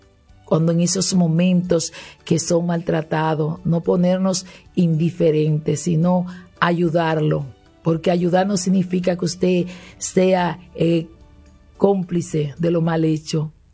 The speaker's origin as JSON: {"language": "Spanish", "country": "Dominican Republic"}